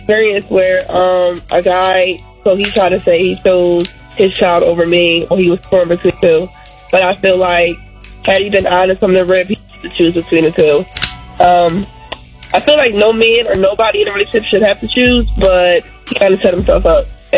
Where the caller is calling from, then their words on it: New Jersey, United States; I'm calling from Jersey.